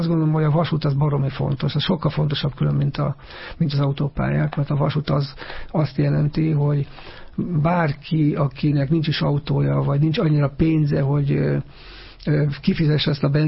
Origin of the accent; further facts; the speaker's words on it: Zalaegerszeg, Zala, Hungary; van egy vonal, ugye, amit én ismerek, mert zalaegerszegi vagyok, és az zalaegerszeg mellett megy az a vonal